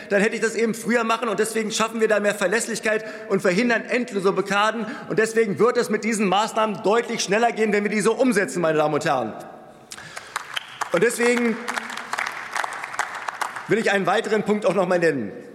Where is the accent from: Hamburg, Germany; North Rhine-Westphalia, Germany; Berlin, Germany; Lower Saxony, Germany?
Berlin, Germany; Manchmal, meine Heimatstadt in Berlin, gibt es Fälle, wo man bis zu 10 Jahre auf eine Baugenehmigung bzw. einen Bebauungsplan wartet.